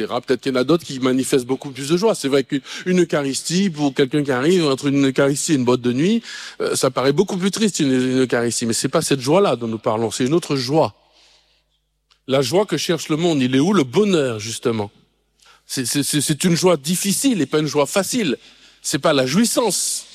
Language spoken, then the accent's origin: French; Martinique; Moi, je suis de Martinique, je connais pas ce genre de choses.